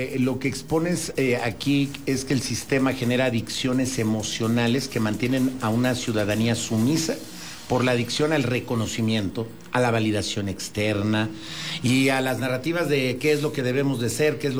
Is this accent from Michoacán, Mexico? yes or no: no; León, Guanajuato, Mexico; que entendamos que somos guanajuatenses, entendemos que debemos entender que somos guanajuatenses, que somos leoneses